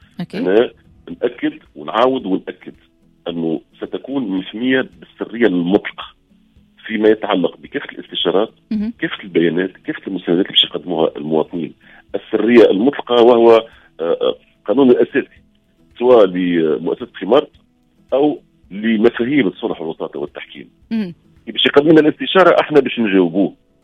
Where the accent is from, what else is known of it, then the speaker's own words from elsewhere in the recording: Tunisia; انا مثلا تونسي